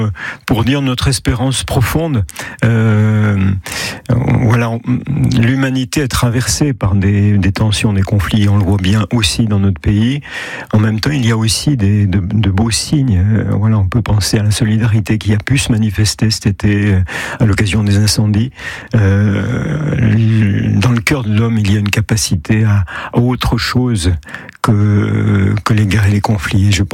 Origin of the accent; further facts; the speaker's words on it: France; particulièrement chez nous en France.